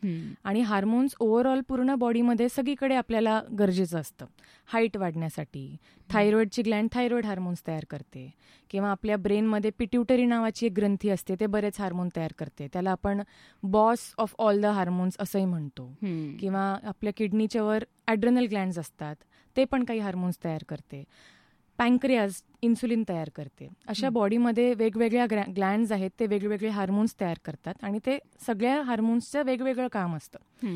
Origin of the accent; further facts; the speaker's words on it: Ahilyanagar, Maharashtra, India; also born or lived in Loni / Nagpur / Mumbai; माझं बालपण, माझं शिक्षण 10वी-12वी नगरमध्येच झालं आहे.